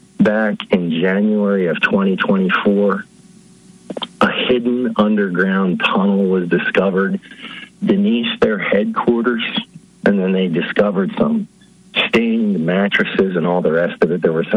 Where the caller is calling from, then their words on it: northern Spain, Spain; from Northern Spain.